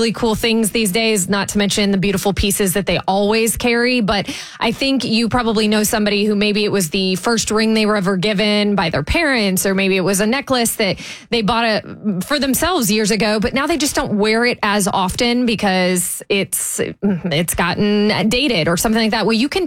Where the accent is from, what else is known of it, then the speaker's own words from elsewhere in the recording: Indianapolis, Indiana, United States; I know many who've listened to the show know that I grew up in Indianapolis, so I keep an eye on the Colts quite a bit.